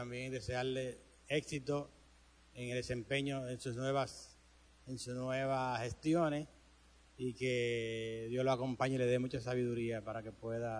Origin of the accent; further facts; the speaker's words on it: Barahona, Dominican Republic; vengo de Barahona, acompañar a Monseñor Andrés en agradecimiento a su obra ella allá, con los barahoneros